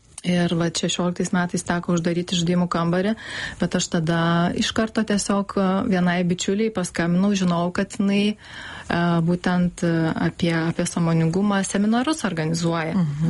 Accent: Panevėžys, Panevėžys County, Lithuania; Taip, aš iš Panevėžio.

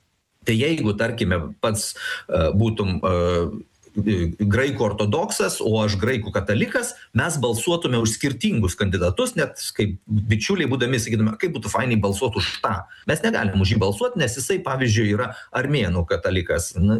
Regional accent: Pakruojis, Šiauliai County, Lithuania

